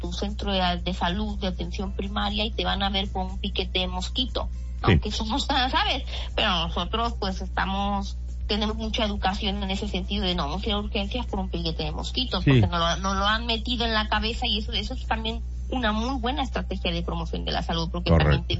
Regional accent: Mexico; now in Spain

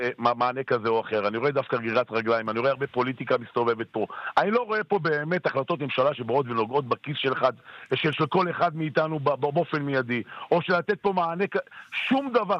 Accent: Northern Israel, Israel; היא מבורכת אצלנו בצפון

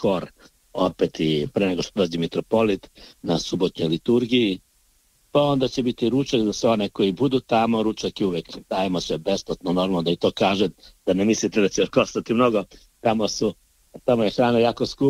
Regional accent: Podgorica, Montenegro

